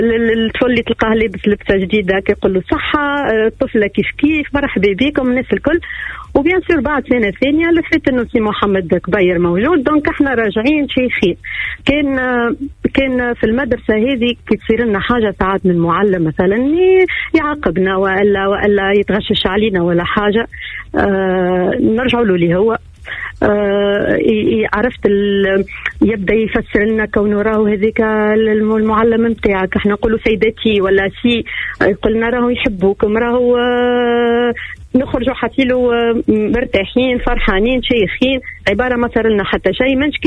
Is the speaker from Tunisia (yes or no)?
yes; Bizerte, Bizerte Governorate, Tunisia; moved away as an adult; now in Sfax, Tunisia; أي أنا من صفاقس، أنا ما قريتش في صفاقس، أنا قريت في بنزرت.